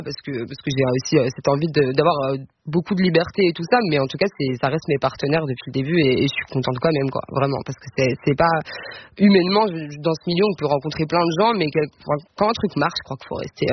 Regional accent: Montigny-le-Bretonneux, Île-de-France, France; Oui, je suis de banlieue parisienne, je viens de Saint-Quentin en Yvelines, Montigny-Bretonneux. Voilà, j'étais à la fois dans des jolis parcs et à la fois il y avait les HLM à côté.

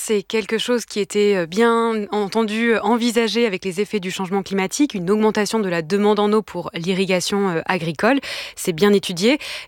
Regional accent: Auvergne-Rhône-Alpes, France; Je viens des régions de Savoie

